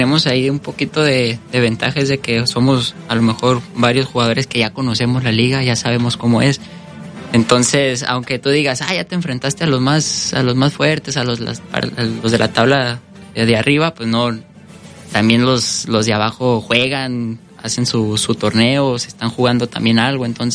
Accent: Mazatlán, Sinaloa, Mexico; pues yo soy de Mazatlán, Sinaloa, entonces es un poco parecido el tema de la humedad, el calor

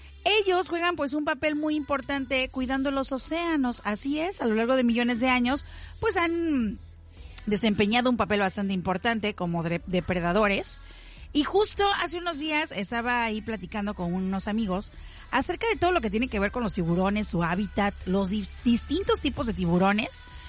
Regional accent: Veracruz, Mexico; soy jarocha

